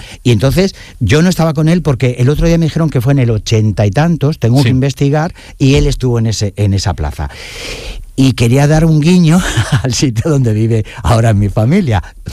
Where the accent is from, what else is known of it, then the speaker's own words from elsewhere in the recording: Jaén, Andalusia, Spain; born there; moved away; also born or lived in Avilés; Mira, mi familia es de Jaén. Yo soy yo nací en Jaén.